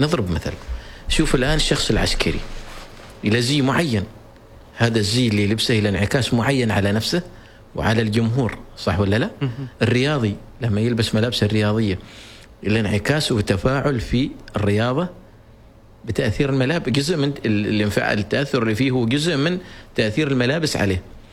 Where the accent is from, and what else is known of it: Oman